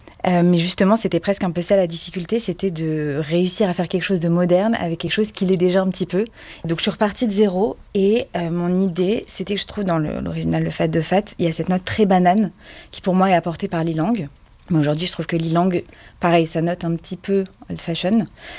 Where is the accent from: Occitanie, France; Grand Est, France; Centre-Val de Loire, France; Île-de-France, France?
Île-de-France, France; Paris; j'ai 26 ans. Je suis née à Paris, j'ai grandi à Paris, et je travaille aujourd'hui à Paris.